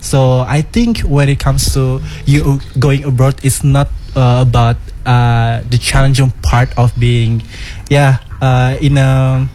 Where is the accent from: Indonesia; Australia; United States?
Indonesia; English is a second language